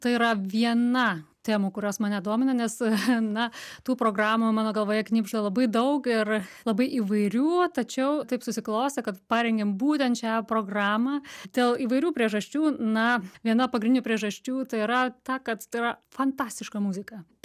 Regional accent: Pasvalys, Panevėžys County, Lithuania; ir netgi pagaliau sugrįšiu į savo gimtąjį kraštą kitais metais, jau rengiame programą ir planuojame koncertą Pasvalyje, o Pasvalys bus juk Lietuvos kultūros sostinė.

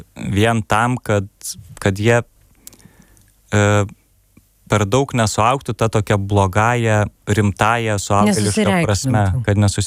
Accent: Palanga, Klaipėda County, Lithuania; Buvom visą savaitę ten pas mano artimuosius, kadangi aš palangiškis.

